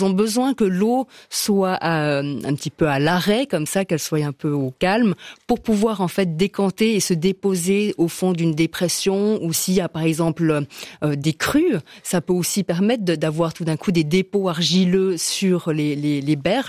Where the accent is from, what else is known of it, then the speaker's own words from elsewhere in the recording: Valais, Switzerland; Je suis une Valaisanne pure souche.